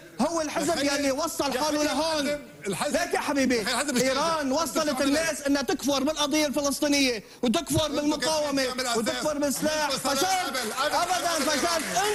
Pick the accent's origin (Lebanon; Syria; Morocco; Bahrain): Lebanon; أنا كلبناني سني، أنا كلبناني سني